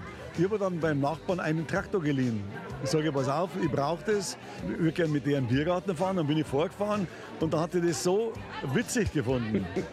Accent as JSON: {"language": "German", "town": "Ottobrunn", "region": "Bavaria", "country": "Germany", "tie": "born or raised there", "said": "Ich bin in Ottobrunn aufgewachsen und da lebte ein sehr hübsches Mädchen, wo alle Jungs den Hof gemacht haben."}